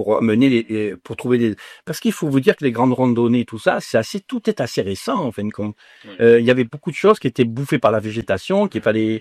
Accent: Provence-Alpes-Côte d'Azur, France; born there; Je suis né dans la Sainte-Baume.

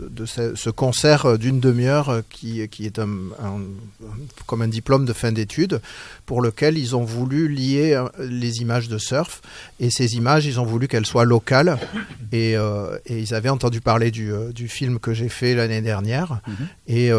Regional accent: Capbreton, Nouvelle-Aquitaine, France; Parce que j'habite à Cap-Breton et que je suis cap-bretonnais depuis des générations et des générations.

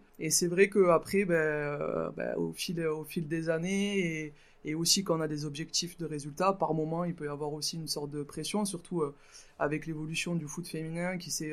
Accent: Le Bousquet-d'Orbe, Occitanie, France; il y avait un club au Bousquet d'Orbe, parce que je suis originaire du Bousquet d'Orbe

